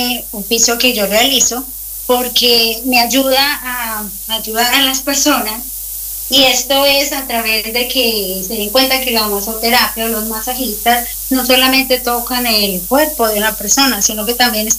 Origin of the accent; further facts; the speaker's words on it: Colombia; moved away as an adult; now in Coyhaique, Chile; Yo soy de Colombia y allá inicié a estudiar eso como hobby y me vine a este maravilloso lugar, a Patagonia